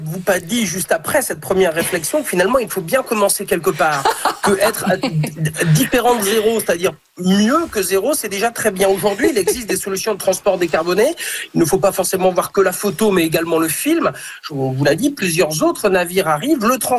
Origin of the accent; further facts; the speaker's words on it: Quebec, Canada; le café, par définition, quand on est québécois, bah, vient de loin, comporte en lui du pétrole, beaucoup, massivement.